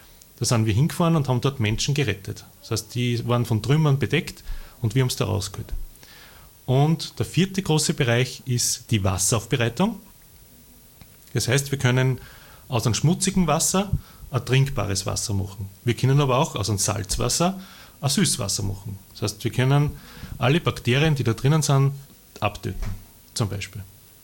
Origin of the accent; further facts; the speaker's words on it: Upper Austria, Austria; Und dann, nachdem ich aus Oberösterreich bin, wollte ich von Graz natürlich nach Oberösterreich. Und dann war in Oberösterreich in Hörschingen eine Stelle frei. Da habe ich mich dann beworben. Und dann bin ich von Graz nach Oberösterreich gekommen